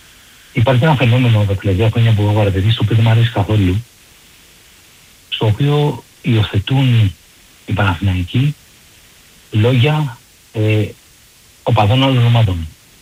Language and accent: Greek; Vyronas, Attica, Greece; επειδή είμαι από το Βύρονο και είναι γέννημα χρέμα.